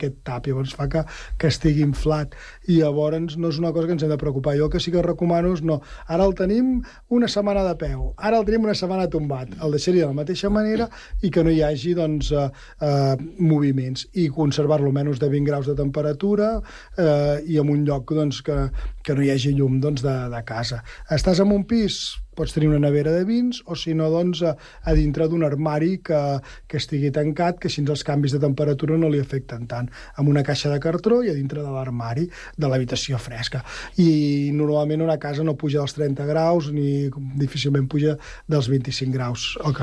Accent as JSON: {"language": "Catalan", "region": "Catalonia", "country": "Spain", "said": "com que som del Penedès, és una mica el que nosaltres podem transmetre molt bé el Penedès."}